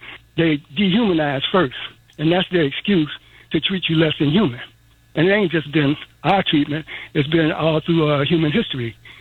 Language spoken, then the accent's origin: English; United States; Africa is my fatherland. America is my motherland. And we are a new people born in America.